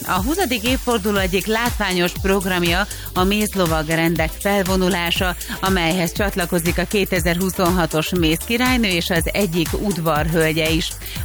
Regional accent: Kaposvár, Somogy, Hungary; amelyre bizony méltán büszkék lehetünk kaposváriként.

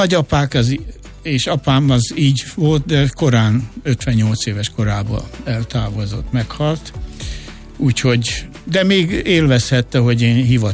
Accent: Budapest, Hungary; born there; ahol én születtem, a Pesszent Erzsébet, ma már csak Erzsébet 20. kerület

